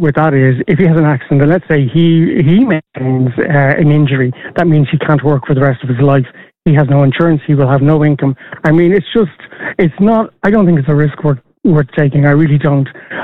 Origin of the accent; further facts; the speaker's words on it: Ireland; as Irish people in general.